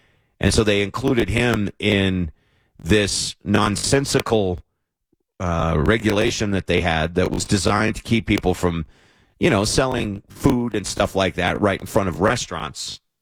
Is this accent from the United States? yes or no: yes; United States; I'm an American